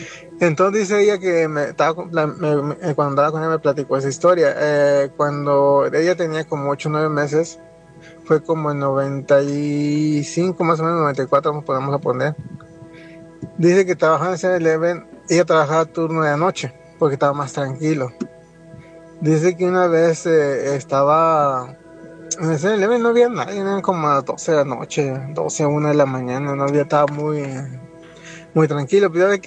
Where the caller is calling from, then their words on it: Las Vegas, Nevada, United States; Hola Gina … … de Las Vegas de nuevo.